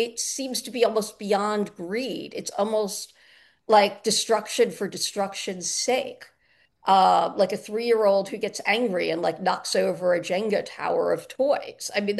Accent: New York, United States; now in Los Angeles, United States; I'm a New Yorker, so even though I live in Los Angeles these days, I'm still a New Yorker.

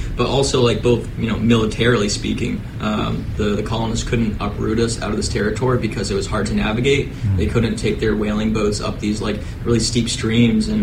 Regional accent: Indian Island, Maine, United States; I'm from Penobscot Nation. I'm an Eelpan. Yeah, I grew up on Indian Island.

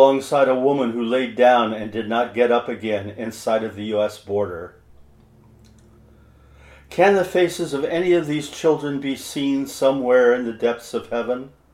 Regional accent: Cottage Grove, Oregon, United States; I am a writer from Cottage Grove, Oregon.

